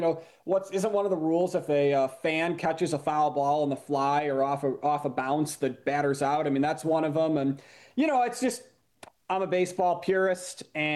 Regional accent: Chicago, Illinois, United States; accent: Chicago; moved away; I'm a Chicagoan.

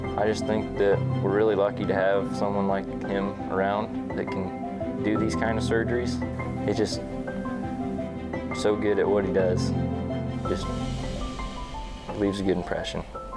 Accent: Page, Nebraska, United States; I'm from Page, Nebraska.

